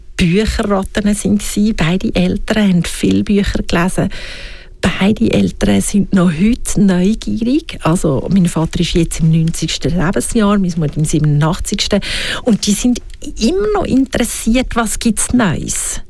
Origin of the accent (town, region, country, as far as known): Switzerland